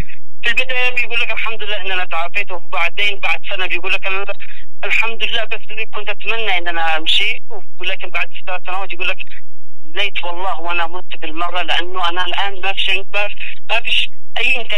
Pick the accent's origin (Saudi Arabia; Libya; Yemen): Yemen; عندنا في اليمن